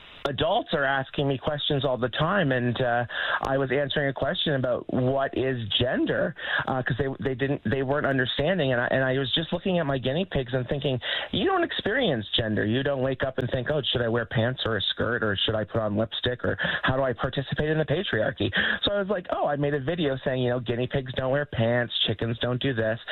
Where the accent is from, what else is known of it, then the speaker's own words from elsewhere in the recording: Canada; You know, I didn't have representation growing up in Canada in the 80s and 90s of who I was as a person